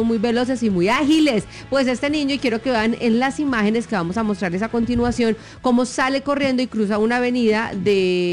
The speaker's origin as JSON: {"language": "Spanish", "country": "Colombia"}